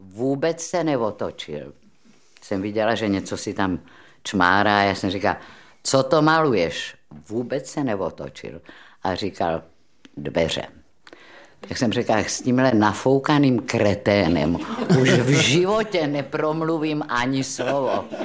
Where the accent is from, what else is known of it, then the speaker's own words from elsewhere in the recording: Brno, South Moravian Region, Czechia; A já jsem každému se představil, a … z Brna, ahoj